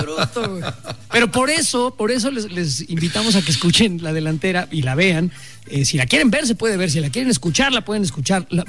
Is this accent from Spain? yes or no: no; Mexico; estamos todos unidos para el fútbol, sin duda, como mexicanos, sin duda